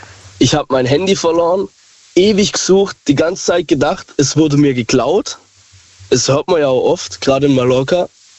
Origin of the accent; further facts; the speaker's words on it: Baden-Württemberg, Germany; Ich bin aus dem Kreistal Bronn.